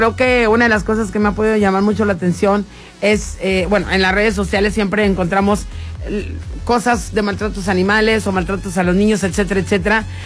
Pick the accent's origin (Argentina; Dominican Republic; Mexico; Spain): Mexico; nosotros también como mexicanos